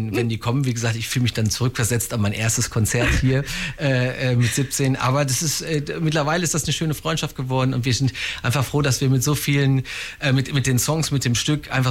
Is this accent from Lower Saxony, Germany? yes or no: yes; Hildesheim, Lower Saxony, Germany; also born or lived in Hanover; Hannover ist ja meine Heimatstadt quasi. Ich komme aus Hildesheim.